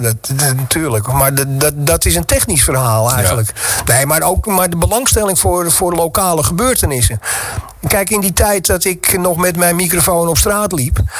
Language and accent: Dutch; Amsterdam, North Holland, Netherlands; ik ben Amsterdammer, dat zei ik al.